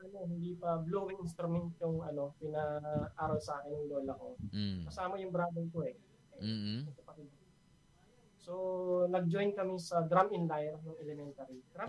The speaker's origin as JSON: {"language": "Tagalog", "region": "Bicol Region", "country": "Philippines", "tie": "born or raised there", "moved": "yes", "lives_now": "Manila, Philippines", "said": "Pero nasa Manila ako, sir. That was Bicol province before. Taga-Bicol talaga ako original."}